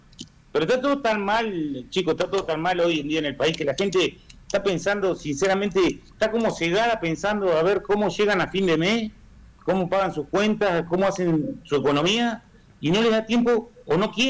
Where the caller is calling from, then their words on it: Trenque Lauquen, Buenos Aires Province, Argentina; yo soy de Trenquelauquen